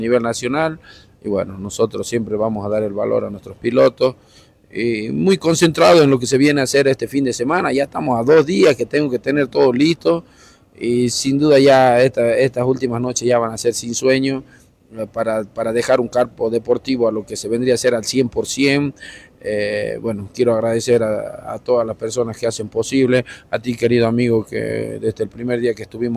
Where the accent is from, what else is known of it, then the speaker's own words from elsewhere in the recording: Bermejo, Tarija, Bolivia; now in Tarija, Bolivia; Ya soy valluno, ya soy tarijeño, ya, porque bueno, prácticamente radico acá, dejé todo allá en Bermejo.